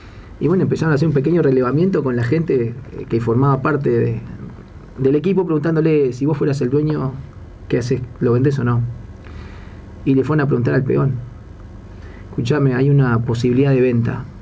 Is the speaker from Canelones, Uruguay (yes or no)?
yes; Canelones, Uruguay; now in Montevideo, Uruguay; Yo me considero un canario capitalino, porque hace tantos años vivo en Montevideo, pero yo sigo con mi esencia.